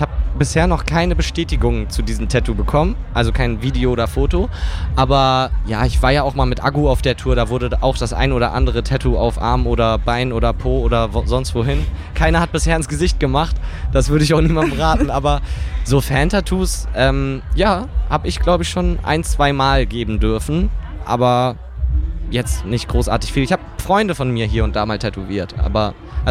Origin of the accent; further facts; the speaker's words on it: Hamburg, Germany; Vor allem nicht als Hamburger, wo du nur an der Elbe hängst